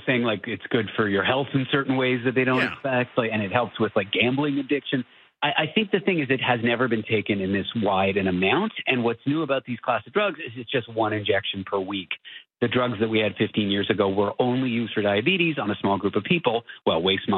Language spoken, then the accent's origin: English; Toronto, Ontario, Canada; Poor guy. I'm from Toronto.